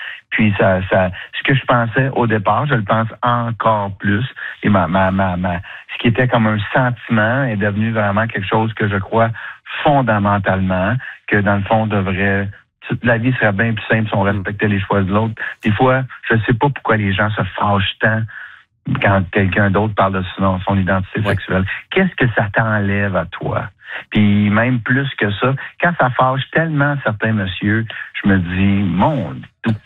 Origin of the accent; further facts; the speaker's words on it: Drummondville, Quebec, Canada; La ville, moi, je viens de Drummondville, je l'ai dit, là. Mm-hmm. C'est pas très loin de Québec.